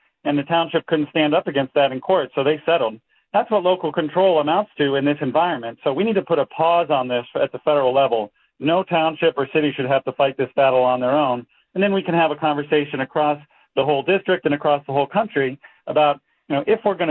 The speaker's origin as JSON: {"language": "English", "town": "East Lansing", "region": "Michigan", "country": "United States", "tie": "born or raised there", "said": "I'm a local guy. I was raised in East Lansing. I live in the Lansing area. Spent my whole life in mid-Michigan"}